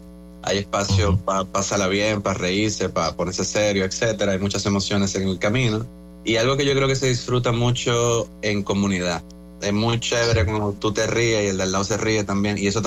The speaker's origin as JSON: {"language": "Spanish", "country": "Dominican Republic", "said": "todos somos dominicanos."}